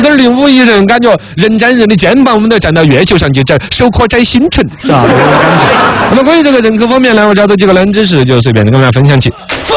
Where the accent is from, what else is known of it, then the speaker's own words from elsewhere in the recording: China; 而且我们中国人就担心